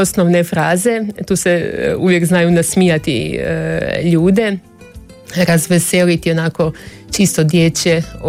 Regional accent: Croatia; now in Benin; mi kažemo Hrvatska, jer Hrvatsku znamo, iz Hrvatske smo potekli.

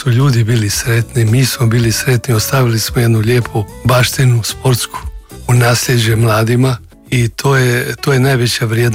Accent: Pula, Istria County, Croatia; now in Zagreb, Croatia; Inače, prvi kontakt moj u Zagrebu je bio baš sa Aleksandrom Petrovićem, koji je došao iz Šibenika. Ja sam došao iz Pule i on je bio u bolnici ovdje.

